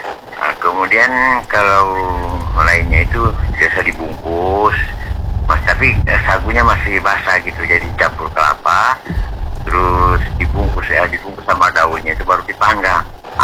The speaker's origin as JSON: {"language": "Indonesian", "region": "Sulawesi", "country": "Indonesia", "said": "Nah, ini menjadi, karena saya ini orang Sulawesi."}